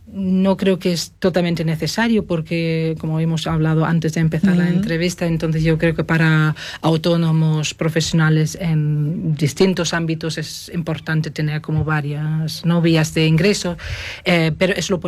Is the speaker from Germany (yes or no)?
yes; Northern Germany, Germany; Spanish is a second language; moved away as an adult; now in Amoeiro, Spain; como lo conocía de mi tierra natal